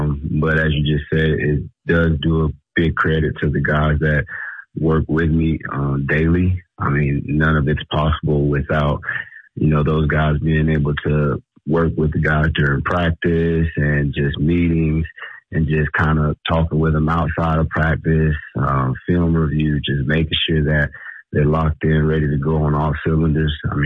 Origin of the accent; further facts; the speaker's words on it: Georgia, United States; I mean, I'm from Georgia myself, and it's, you know, more of a football hotspot than the Nevada area is.